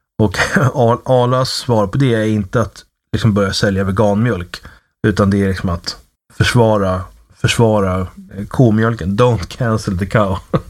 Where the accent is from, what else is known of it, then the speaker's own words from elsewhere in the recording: Uppsala, Uppsala County, Sweden; Eftersom jag växte upp i Uppsala